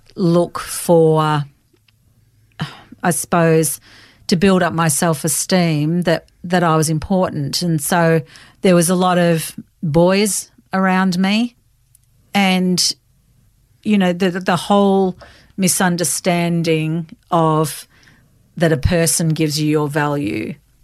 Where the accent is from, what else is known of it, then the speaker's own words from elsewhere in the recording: Melbourne, Victoria, Australia; I was born in Melbourne. In Blackburn, actually. That's where I've lived.